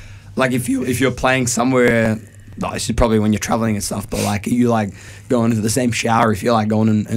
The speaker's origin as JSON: {"language": "English", "town": "Melbourne", "region": "Victoria", "country": "Australia", "said": "I'm from Noble Park."}